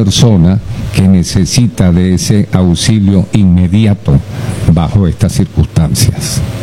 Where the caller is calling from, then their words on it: Caracas, Capital District, Venezuela; de acá como venezolano le envío las gracias